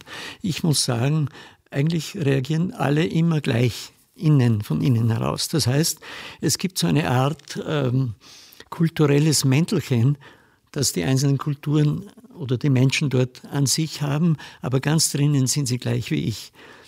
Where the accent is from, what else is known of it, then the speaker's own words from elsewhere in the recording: Upper Austria, Austria; dieser Gastgeber ist eigentlich wie ein Müllviertel, also wo ich herkomme.